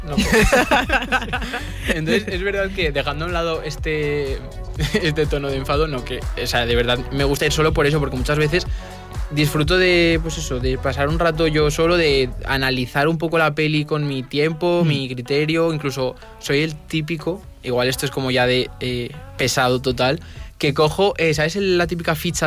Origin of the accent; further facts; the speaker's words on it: Orihuela, Aragon, Spain; moved away; en mi pueblo, sobre todo, en Orihuela.